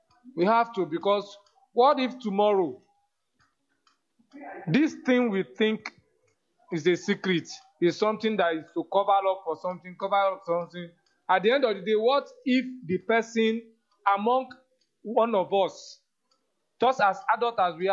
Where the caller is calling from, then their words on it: Delta, Nigeria; I'm from Delta State, Robo to be precise